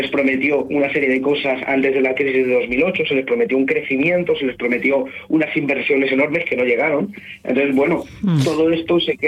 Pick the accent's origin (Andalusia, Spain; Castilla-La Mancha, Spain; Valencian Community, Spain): Castilla-La Mancha, Spain; Fuensalida; Sí, yo soy de un pueblo de Toledo que se llama Fuensalida, que está a 50 kilómetros al sur de Madrid y 20 del norte de Toledo.